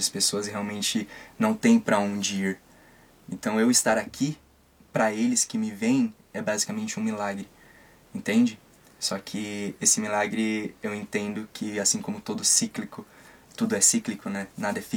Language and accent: Portuguese; Guarulhos, São Paulo, Brazil; now in Japan; Fui convocado, saí lá de Guarulhos e hoje eu tô aqui no Japão